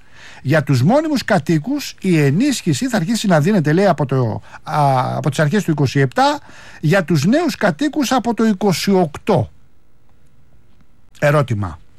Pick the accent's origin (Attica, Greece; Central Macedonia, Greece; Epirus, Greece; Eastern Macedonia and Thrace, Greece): Attica, Greece; Rafina; έχουμε, λέει, ζητηματάκια μπόλικα αναφορικά με την πατρίδα μου στη Ραφίνα.